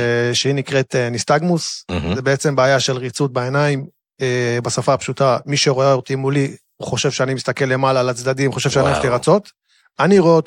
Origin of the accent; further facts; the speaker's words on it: Tel Aviv, Tel Aviv District, Israel; אני גדלתי בדרום תל אביב.